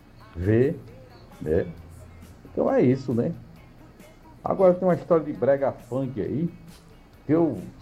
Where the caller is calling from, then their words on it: Paraíba, Brazil; sou daqui de Tibiri 2